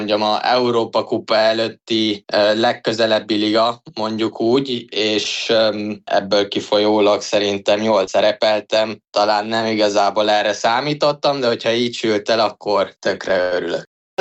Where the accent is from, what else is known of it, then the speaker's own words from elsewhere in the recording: Hungary; also born or lived in Austria; magyarként